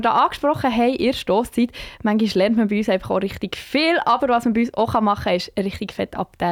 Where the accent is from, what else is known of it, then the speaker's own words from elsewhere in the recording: Switzerland; Aber Wasser, das ist ein wichtiges öffentliches Gut, das bei uns in der Schweiz fast jedem Ecke trinkbar ist.